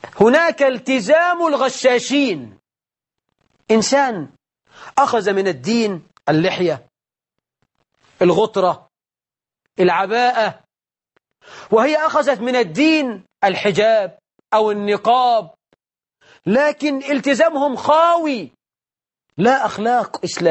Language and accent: Arabic; Egypt; السنة دي عندنا في مصر